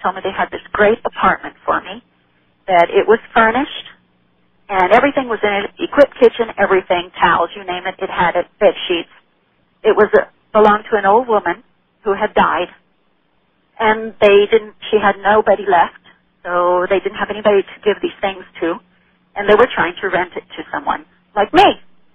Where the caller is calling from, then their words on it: Texas, United States; Calling you from Texas.